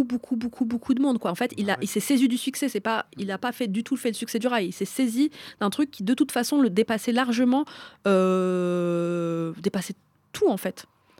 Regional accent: Paris, Île-de-France, France; Moi, je le dis aussi d'un point de vue de franco-tunisienne. Je suis née à Paris, j'y ai grandi.

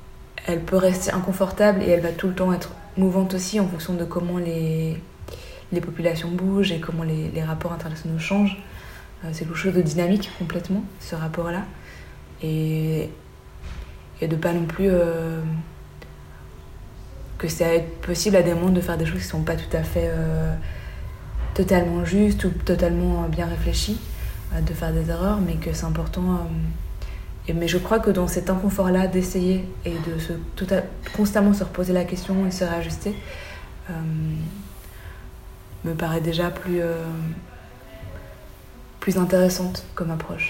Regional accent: Belgium; comme je suis belge

